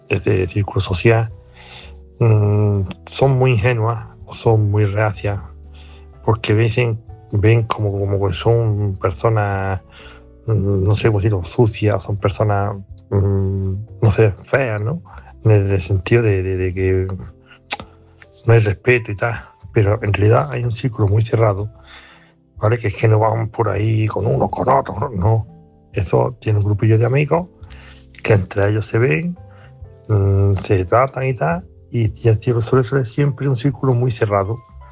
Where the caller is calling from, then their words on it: Granada, Andalusia, Spain; de Granada